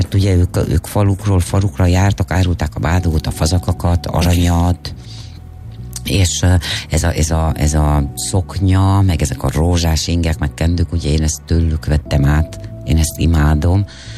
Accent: Târgu Mureș, Mureș County, Romania; otthon Marosvásárhelyen

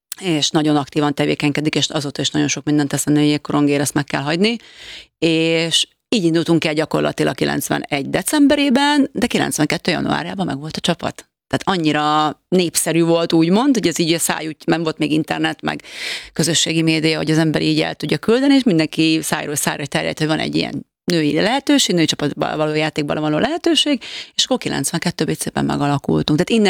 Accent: Budapest, Hungary; én ugye Újpesten nevelkedtem.

